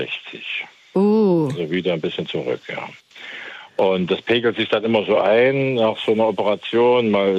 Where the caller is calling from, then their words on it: Berlin, Germany; schönen guten Abend aus Berlin.